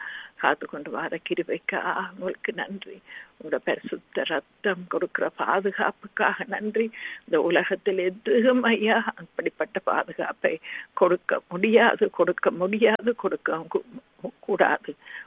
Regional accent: Sri Lanka; moved away; ஆண்டவரே நாங்க பிறந்து வளர்ந்த அந்த தேசத்துக்காக உங்களை வருகிறோம்.

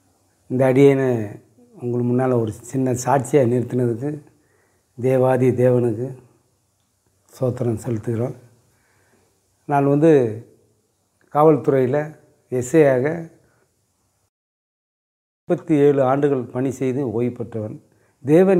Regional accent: Tirunelveli district, Tamil Nadu, India; எனக்கு சொந்த ஊர் வந்து திருநெல்வேலி மாவட்டம் தாளையத்து பக்கத்தில் பாலாமடங்கிற ஒரு சின்ன கிராமம், தாமிரபரணி ஆற்று ஓரத்தில் இருக்குது. நல்ல விவசாயம் செய்யக்கூடிய இடம். அங்கே தான் நான் பிறந்து வளர்ந்தது.

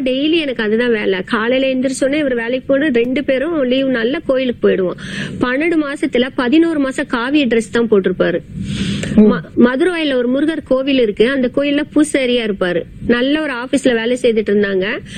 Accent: Madurai, Tamil Nadu, India; சரி, நான் சினிமா நான் சொந்த ஊர் மதுரை, அதனால சினிமா காரவங்க பத்தி எல்லாம் எனக்கு தெரியாது.

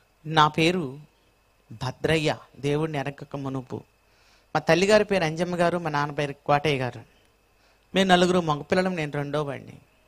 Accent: Andhra Pradesh, India; మాది గుంటూరు జిల్లా, ఇప్పుడు విభాగించబడి పల్నాడు జిల్లాగా ఉన్నటువంటి జిల్లాలో గురజాల అనేటువంటి ప్రాంతంలో నేను సేవ చేస్తున్నాను.

